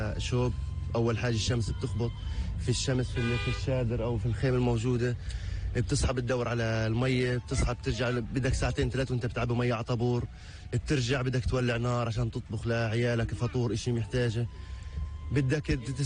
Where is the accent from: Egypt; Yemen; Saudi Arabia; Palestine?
Palestine; Gaza Strip; ولا حتى الآن ما في علاج عندنا في غزة